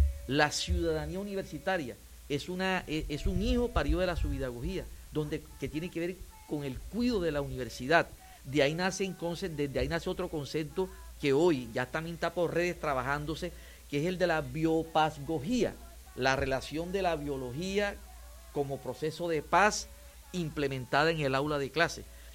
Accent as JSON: {"language": "Spanish", "country": "Colombia", "tie": "born or raised there", "moved": "yes", "said": "cuando llego a mi pueblo, Arache, y veo las escuelas donde yo estudié"}